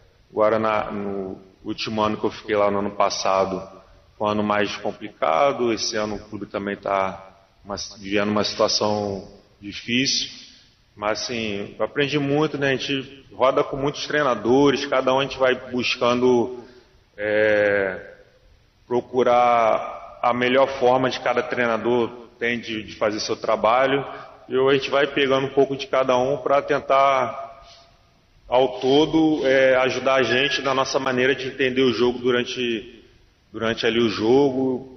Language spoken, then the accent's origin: Portuguese; Rio de Janeiro, Brazil; moved away as an adult; now in Belém, Brazil; Eu sou do Rio de Janeiro